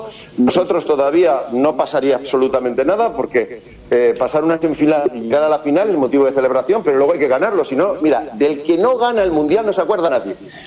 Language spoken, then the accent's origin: Spanish; Spain; Mira, yo no soy la Argentina, pero en España somos de tirarnos a las fuentes.